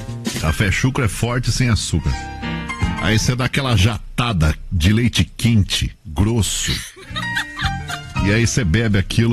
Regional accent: São Paulo, Brazil; also born or lived in Lages; mas eu sou de Lages, né? Então eu sempre achei Santa Catarina muito parada. Meu pai morava aí, eu ia visitar meu pai, cara, ficava uma semana e ficava desesperado pra voltar. Imagina, eu morava em São Paulo, crescendo em São Paulo.

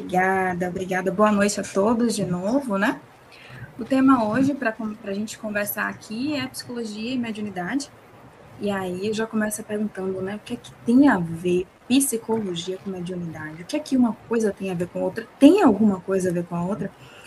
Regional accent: Bahia, Brazil; also born or lived in Salvador; sou baiana. Atualmente, nesse exato momento, estou em São Gonçalo dos Campos, que é aqui pertinho de Feira.

